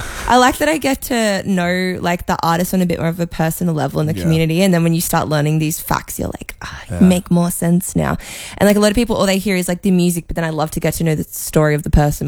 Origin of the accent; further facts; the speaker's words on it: Caloundra, Queensland, Australia; I'm a fellow sunny coaster. So yeah, I'm opposite end though, Caloundra.